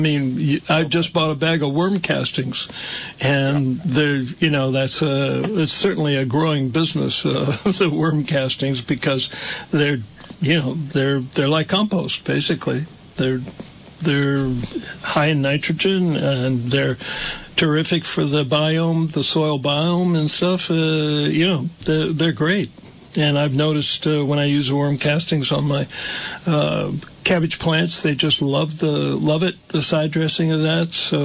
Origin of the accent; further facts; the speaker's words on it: United States; I grew up right around Amish country